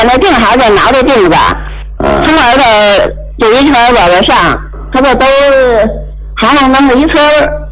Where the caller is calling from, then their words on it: Tianjin, China; accent: Tianjin accent; 我是农村的，离天津50多里地了